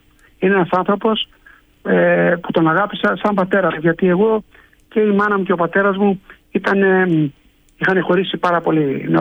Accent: Lavrio, Attica, Greece; also born or lived in Nea Ionia; Μεγάλωσα στο Λαύριο.

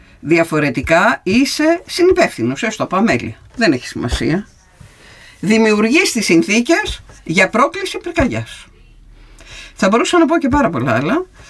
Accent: Kalamoti, North Aegean, Greece; σε ένα άλλο χωριό που μεγάλωσα στην Καλαμωτή της Χίου

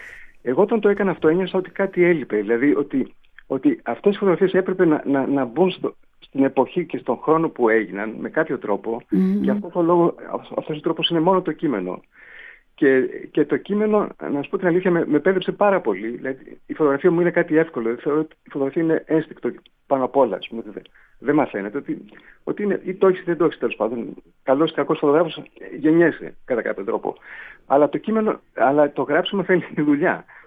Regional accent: Greece; moved away; Και εγώ όταν έφυγα από την Ελλάδα, τον Σεπτέμβριο του 85 έφυγα, και πήγα και ξαφνικά είδα, ας πούμε, το αντρικό μπλοκ και έπαθα σοκ, έτσι.

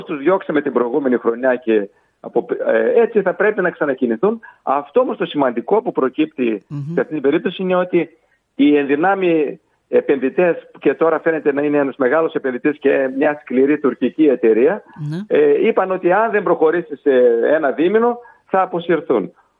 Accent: Greece; Πραγματικά νιώσαμε και εμείς περήφανοι σαν Έλληνες

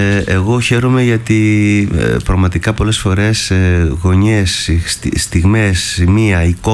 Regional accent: Greece

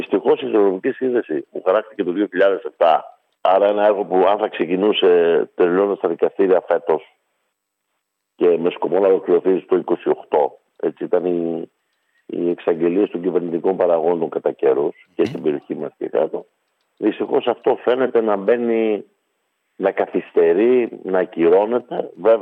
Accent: Nea Karvali, East Macedonia and Thrace, Greece; έξω από την Αγκαρμπάλη, το χωριό μου

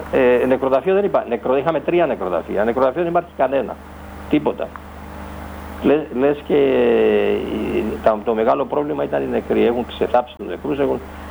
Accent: Kythrea, Nicosia District, Cyprus; moved away; Εγώ είμαι από την Κυθρέα, ένα χωριό το οποίο είναι 8 χιλιόμετρα από τη Λευκοσία, στον Πενταδάχτυλο, εκεί που είναι η περιβόητη τουρκική σημαία πάνω.

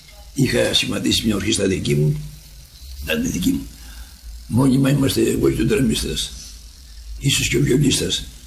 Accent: Patras, Western Greece, Greece; Οι άλλοι, εγώ ήμουν από την Πάτρα, οι άλλοι ήταν από την Αθήνα.

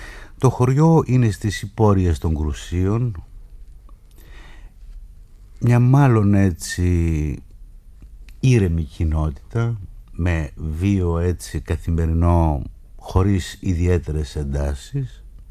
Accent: Kilkis, Central Macedonia, Greece; και δεν είναι γιατί είναι ο τόπος μου

